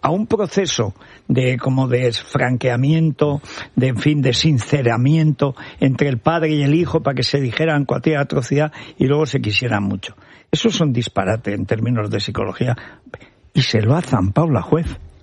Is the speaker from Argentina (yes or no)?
no; Teruel, Aragon, Spain; yo vengo de Teruel